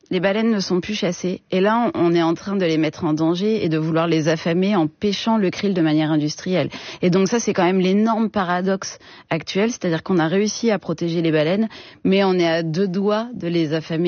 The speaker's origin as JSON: {"language": "French", "town": "Troyes", "region": "Grand Est", "country": "France", "tie": "born or raised there", "also_born_or_lived": "Paris", "said": "Enfin, moi, je suis née à Paris, j'ai grandi à Troyes en Champagne"}